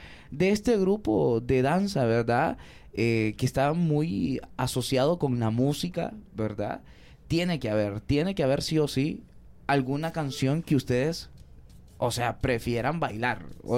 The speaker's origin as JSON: {"language": "Spanish", "country": "Honduras", "said": "Todo esto que nos representa a nosotros como hondureños."}